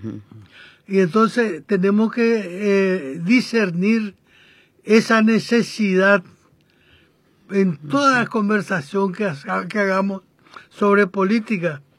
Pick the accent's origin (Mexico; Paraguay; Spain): Paraguay; no somos políticos los paraguayos